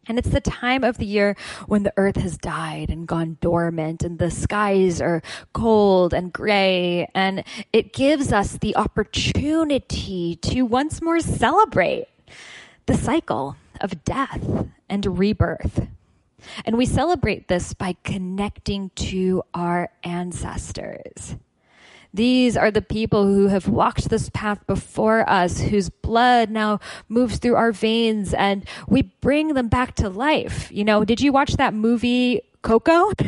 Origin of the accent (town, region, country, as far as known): Boston, Massachusetts, United States; born or raised there